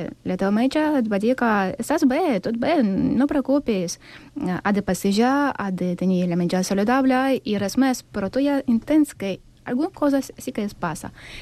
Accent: Sant Cugat del Vallès, Catalonia, Spain; Soc de Sant Cugat, però a cada setmana vaig a Vilafranca del Penedès perquè els senseis són meravellosos.

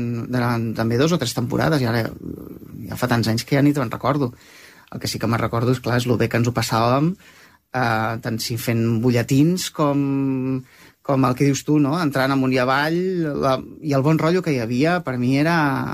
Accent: Sabadell, Catalonia, Spain; Jo sóc sabadellenc i la veritat és que vaig descobrir Sant Cugat i es va convertir en la meva vida

